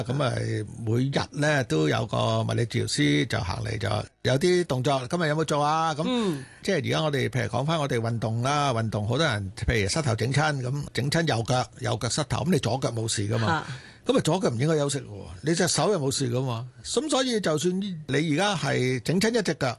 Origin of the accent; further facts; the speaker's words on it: Hong Kong; 我哋香港人